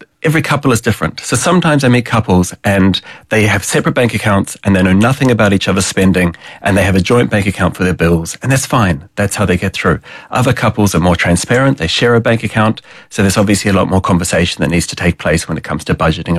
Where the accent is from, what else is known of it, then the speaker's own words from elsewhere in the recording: New Zealand; also born or lived in Australia; And for many Irish households, I'm from New Zealand originally, but for many Irish households, money was something you never talked about growing up.